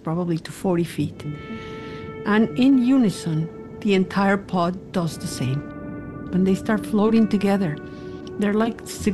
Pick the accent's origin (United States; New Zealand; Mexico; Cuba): Mexico; Cuernavaca, Morelos; Growing up in Cuernavaca, was such